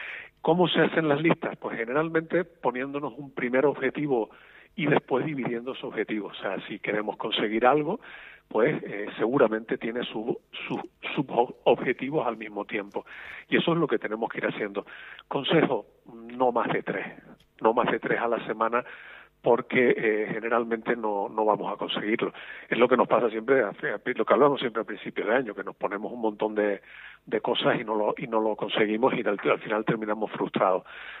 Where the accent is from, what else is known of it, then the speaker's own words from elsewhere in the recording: Canary Islands, Spain; confirmar que soy residente canario